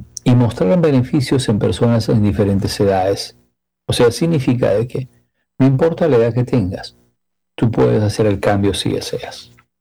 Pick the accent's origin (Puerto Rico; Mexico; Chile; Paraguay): Mexico; now in United States; Entonces me vine de México escapándome de la violencia aquí a Estados Unidos.